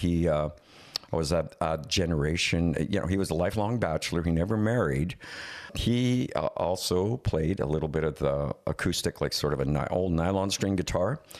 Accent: St. Paul, Alberta, Canada; now in Edmonton, Canada; I'm from St. Paul, Alberta. And I grew up in St. Paul, which is a little sort of an agricultural community northeast of Edmonton, about 130 miles, in Lakeland country. And it used to be, the original name is St. Paul des Métis. It was a settlement.

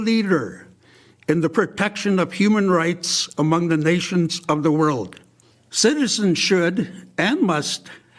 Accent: Tsiigehtchic, Northwest Territories, Canada; I'm from Siketchik.

